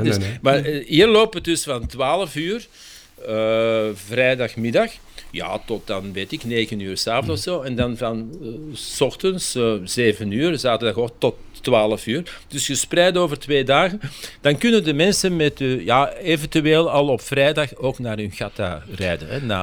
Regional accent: Belgium; now in Czech Republic

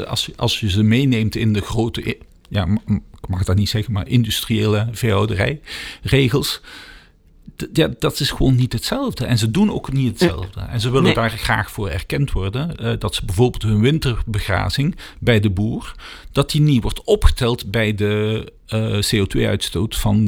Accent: Essen, Flanders, Belgium; moved away as an adult; also born or lived in Cameroon; now in Putte; Ik kom van Essen. Ik ben 20 jaar in Essen opgegroeid vooraleer.

